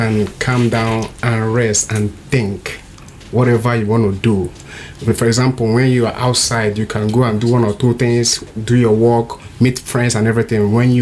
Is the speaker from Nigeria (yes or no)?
yes; Nigeria; that Igbo boy, what the worry stage. I'm from Nigeria, an Afrobeat artist.